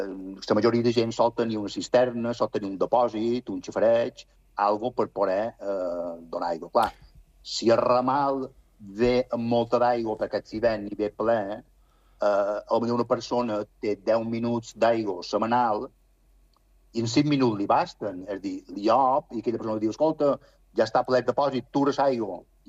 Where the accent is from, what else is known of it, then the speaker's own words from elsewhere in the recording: Alaró, Balearic Islands, Spain; tinc ja 63 anys i he nascut a l'Heroi